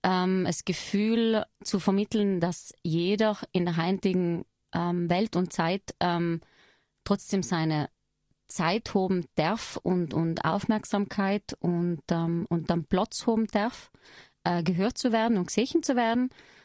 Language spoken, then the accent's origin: German; Trentino-Alto Adige, Italy; ich bin eine Südtirolerin, bin heuer 40 Jahre alt geworden